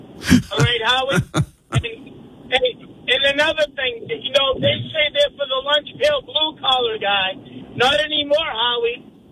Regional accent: Massachusetts, United States; moved away; I'm from Massachusetts originally.

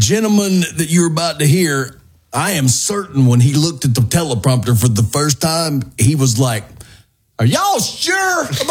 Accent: Mississippi, United States; Here is the report direct from my home state of Mississippi.

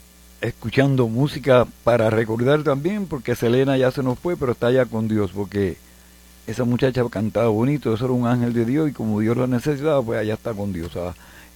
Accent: Arecibo, Puerto Rico; born there; moved away; también es de mi pueblo, de allá de Arecibo, Puerto Rico

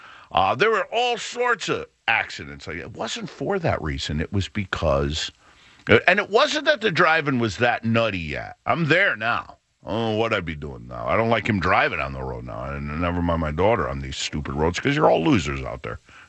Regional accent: Morris Cove, Connecticut, United States; I grew up in Morris Cove. We had sidewalks.

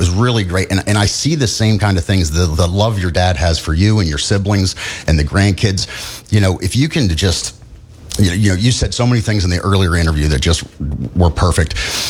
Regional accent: Wilmington, Delaware, United States; So just so you know, I'm from Wilmington, Delaware.

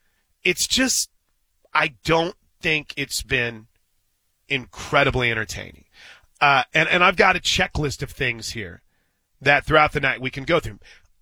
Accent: Missouri, United States; I grew up just outside of St. Louis. And St. Louis wasn't really an NBA mecca, right?

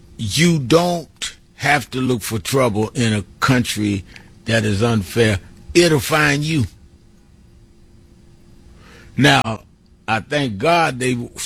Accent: Brooklyn, New York, United States; born there; I was born in Brooklyn, but I visited there several times.

